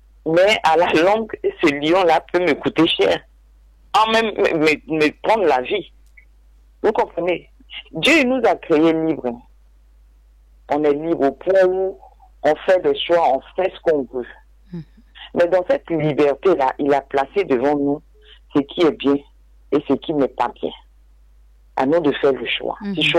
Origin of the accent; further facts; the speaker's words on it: Côte d’Ivoire; comme on dit chez nous en Côte d'Ivoire, c'est qui va t'avaler là?